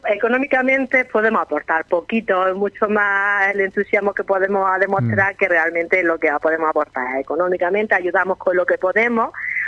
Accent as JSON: {"language": "Spanish", "town": "Alboloduy", "region": "Andalusia", "country": "Spain", "said": "gente de mi pueblo, que son acelgueros, se le dicen a la gente de mi pueblo, gentilicio popular"}